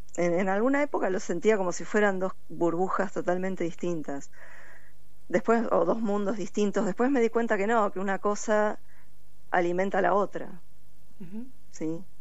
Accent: La Plata, Buenos Aires Province, Argentina; born there; yo soy nací acá en La Plata.

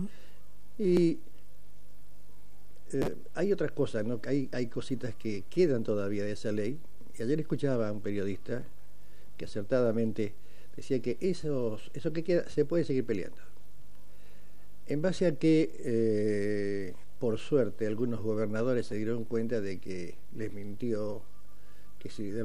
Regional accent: Argentina; Y yo y usted creo que somos bastante argentinos, ¿no?

